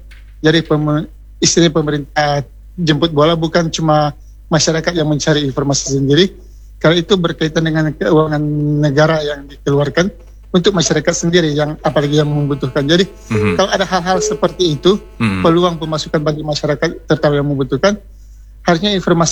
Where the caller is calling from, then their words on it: North Sulawesi, Indonesia; khususnya di daerah saya itu di Kabupaten Minahasa.